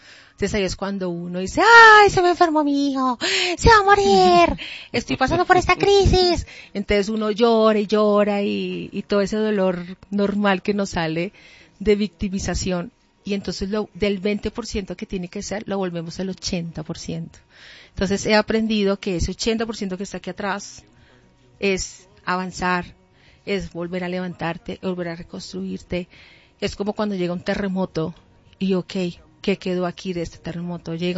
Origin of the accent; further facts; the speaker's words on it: Colombia; moved away; yo crecí en Colombia toda mi vida, al lado de unos papás con misterio y todo tan bonito, pero Dios me sacó